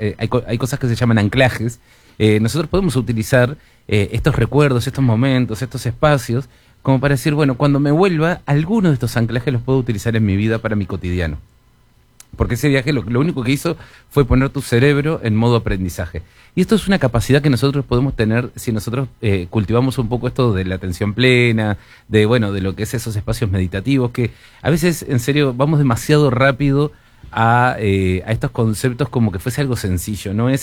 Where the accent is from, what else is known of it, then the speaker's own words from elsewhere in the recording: Montevideo, Uruguay; now in Maldonado, Uruguay; Igual yo que también soy migrante, ¿no? Porque vengo de Montevideo, nos vinimos en el 90 para acá, ya me siento más parte de acá.